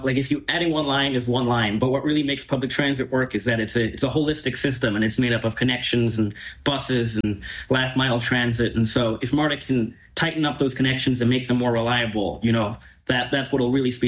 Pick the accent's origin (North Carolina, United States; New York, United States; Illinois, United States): New York, United States; New York City; So when I was a kid, I'm from New York City, and I discovered the New York City speed run.